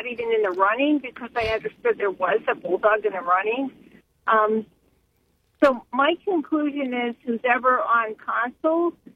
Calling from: Stow, Ohio, United States; I live in the Stowe Monroe Falls district here.

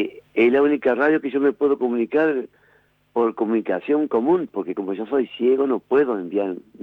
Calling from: Rivadavia, Argentina; como soy de Rivadavia

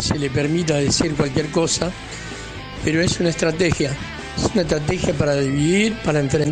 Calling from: Palermo, Buenos Aires, Argentina; de Palermo.

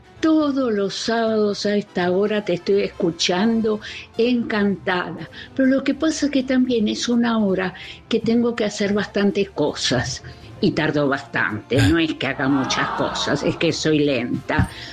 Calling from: Buenos Aires, Argentina; de Palermo.

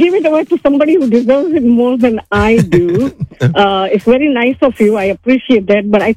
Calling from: New York City, New York, United States; I'm calling from East Coast, New York City area.

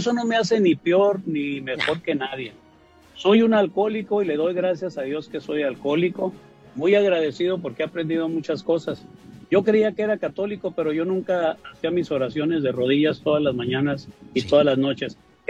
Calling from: Oxnard, California, United States; En Oxnard, California.

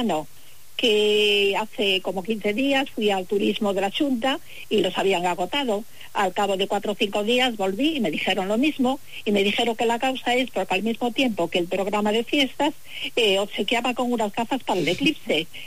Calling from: Pontevedra, Galicia, Spain; Desde aquí, de Pontevedra Capital.

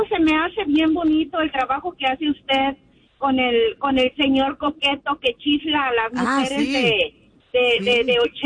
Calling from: Los Angeles, California, United States; Yo le hablo de Los Ángeles.

